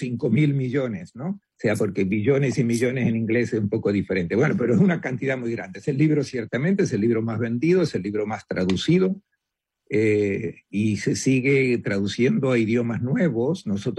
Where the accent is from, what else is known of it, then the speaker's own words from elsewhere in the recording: Argentina; born there; also born or lived in United States; yo soy argentino de nacimiento, pero mis raíces están todas patas para arriba, porque he trotado mucho mundo. De estudiante me mandaron a Estados Unidos, allí terminé la carrera de teología.